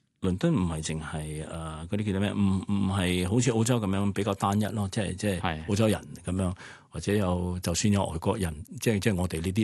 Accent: Hong Kong; moved away as an adult; also born or lived in United Kingdom; 翻嚟香港教琴赚得唔止啊？

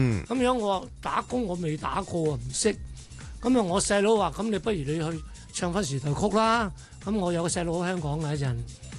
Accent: Vietnam; moved away as an adult; now in Hong Kong; 我喺越南长大嘅，我七岁就学唱粤曲，十一岁就登台都系唱粤曲。咁啊，后期做埋大戏咧喺越南。咁嚟到香港咧，我系七零年到香港

